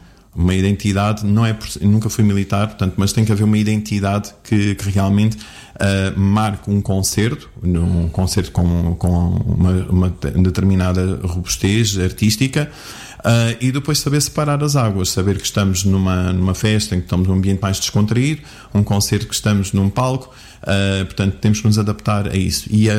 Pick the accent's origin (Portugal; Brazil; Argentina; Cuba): Portugal; Rocio, Santarém; born there